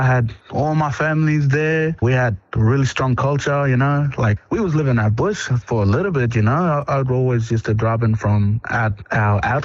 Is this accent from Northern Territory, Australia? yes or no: yes; Alice Springs, Northern Territory, Australia; Yeah, so growing up in Alice, you know, like you probably would have heard through the news and stuff, you know, like how hectic that place can be.